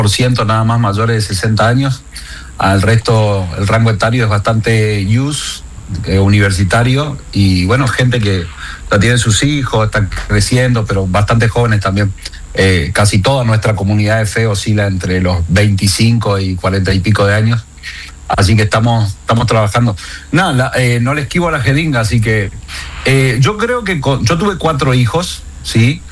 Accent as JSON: {"language": "Spanish", "town": "Puerto Vilelas", "region": "Chaco", "country": "Argentina", "said": "Puerto Vilelas, yo soy de Puerto Vilelas."}